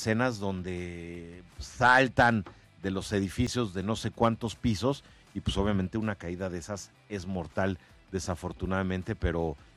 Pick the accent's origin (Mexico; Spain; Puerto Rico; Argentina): Mexico; O sea, amo a mi país, soy mexicano.